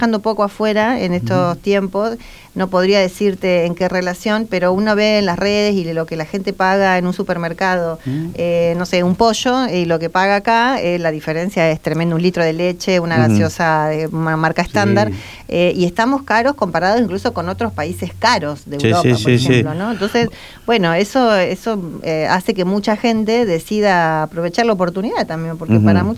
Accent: Argentina

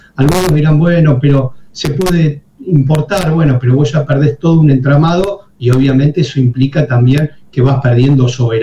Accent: Santa Fe province, Santa Fe, Argentina

